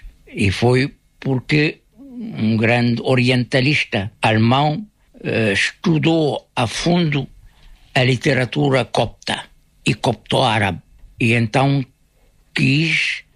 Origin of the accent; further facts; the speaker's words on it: Egypt; Portuguese is a second language; moved away as an adult; now in Portugal; no Egito do meu tempo havia esta multiculturalidade em termos tanto linguísticos como culturais. E, como estava de uma família, digamos, favorecida, educada